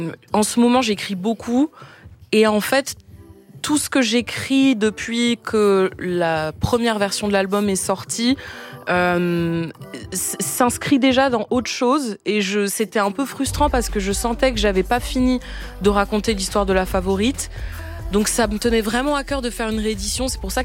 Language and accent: French; Switzerland; je parle très lentement, je suis suisse, donc ça vient de mes origines certainement